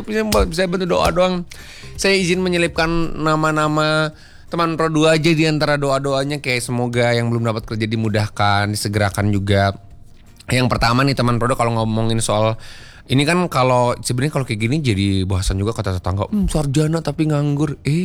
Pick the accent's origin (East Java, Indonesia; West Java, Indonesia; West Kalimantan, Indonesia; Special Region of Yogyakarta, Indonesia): West Java, Indonesia; Bandung; Bandung sih.